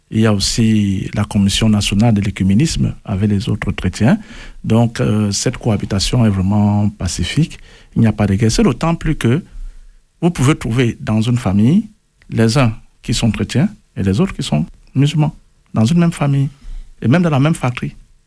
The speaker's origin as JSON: {"language": "French", "country": "Cameroon", "said": "Et comme il vient de dire, chez nous, au Cameroun, aujourd'hui, c'est férié."}